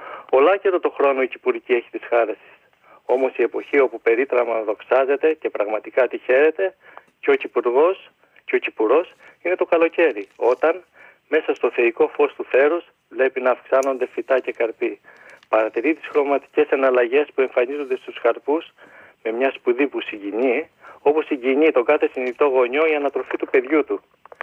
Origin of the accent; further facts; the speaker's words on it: Greece; moved away; από τα άγραφα από την πατρίδα μου